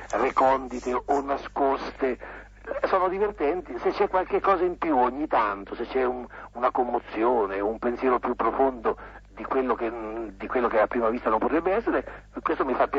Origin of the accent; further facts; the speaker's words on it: Ancona, Marche, Italy; born there; Io sono nato ad Ancona, però ho ascendenze toscane, fiorentine.